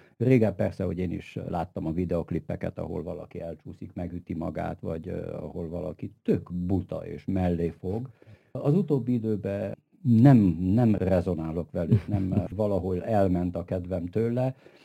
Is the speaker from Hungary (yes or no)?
no; Transylvania, Romania; mi, mint erdélyiek, szerintem egy furcsa helyt vagyunk, mert itten összefolyt magyar, román, szláv, német, lengyel humor, zsidó humor